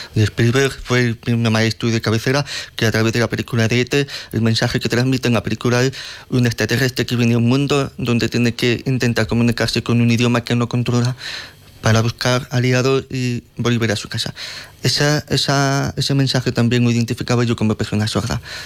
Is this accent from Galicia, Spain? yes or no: no; Madrid, Community of Madrid, Spain; born there; porque soy cuerpo madrileño, porque los papeles dicen que yo nací en Madrid